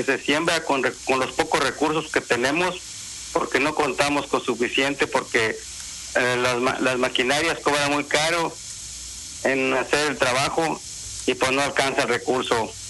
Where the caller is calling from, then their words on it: Güémez, Tamaulipas, Mexico; Del ejido La Parrita de Güemes.